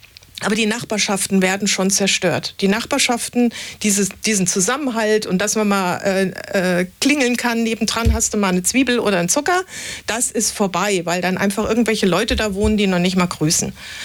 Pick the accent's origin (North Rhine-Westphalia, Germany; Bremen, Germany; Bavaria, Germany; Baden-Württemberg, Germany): Bavaria, Germany; Munich; born there; Und ich weiß, ich bin gebürtige Münchnerin, ich komme aus Schwabing.